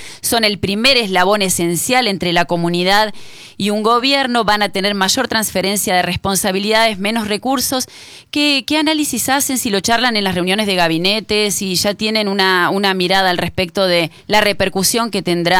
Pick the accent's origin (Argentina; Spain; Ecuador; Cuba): Argentina; Entre Ríos; los entrerrianos tuvimos un día particular